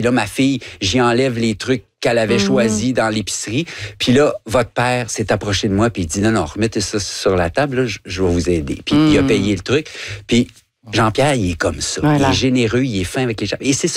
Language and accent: French; Guadeloupe; Ça vient un peu de la Guadeloupe, mais quand j'étais jeune en Guadeloupe, c'est que je travaillais sur une plage.